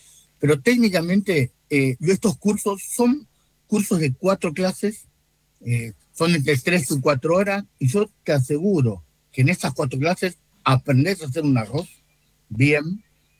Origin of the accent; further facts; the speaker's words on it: Argentina; born there; also born or lived in Japan; yo soy nacida argentina, yo tuve la oportunidad en la vida en elegir dónde vivir en los 80, cuando Argentina estaba en una gran crisis en la época del Plan Austral